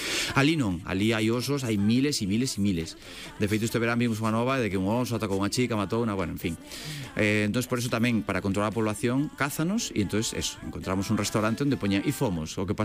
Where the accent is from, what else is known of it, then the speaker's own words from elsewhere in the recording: Galicia, Spain; Somos raritos, somos vimos de Galicia, que nos vas contar, señora.